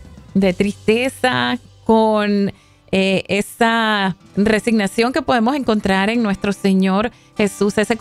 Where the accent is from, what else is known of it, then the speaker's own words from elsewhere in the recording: Venezuela; yo les puedo decir como venezolana también